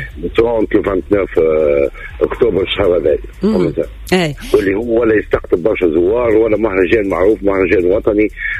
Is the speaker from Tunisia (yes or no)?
yes; Tunisia; أغلبية الماء اللي عندنا في تونس أغلبية المناطق ماء مالح شوي